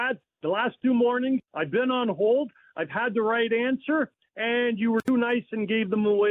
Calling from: Mississauga, Ontario, Canada; Mr. and Mississauga.

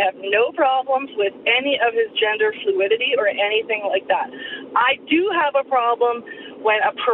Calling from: Winnipeg, Manitoba, Canada; I'm from Transcona, a longtime resident.

